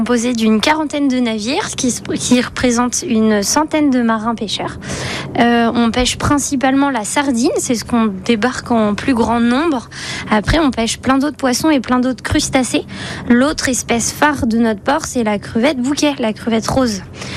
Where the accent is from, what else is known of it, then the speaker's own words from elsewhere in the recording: Saint-Gilles-Croix-de-Vie, Pays de la Loire, France; Oui, je suis de Saint-Gilles-Croix-de-Vie. Je suis vendéenne depuis plusieurs générations.